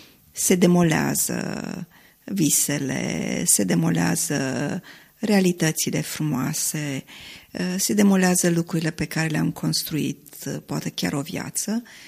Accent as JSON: {"language": "Romanian", "country": "Romania", "said": "Eu mă regăsesc și cred că noi ca români ne regăsim."}